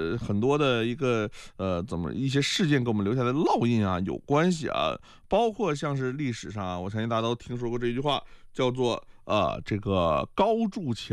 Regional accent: China

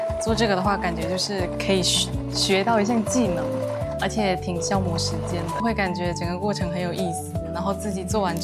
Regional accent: Quanzhou, Fujian, China; 就我觉得还是希望就是有一些能够体现我们来自泉州的这个东西

